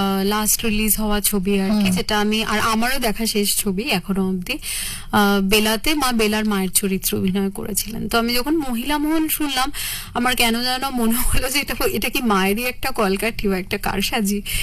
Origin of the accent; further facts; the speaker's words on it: Kolkata, West Bengal, India; পাইকপাড়ার বাড়িতে।